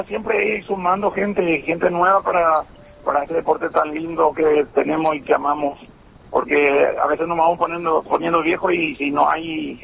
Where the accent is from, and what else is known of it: Paraguay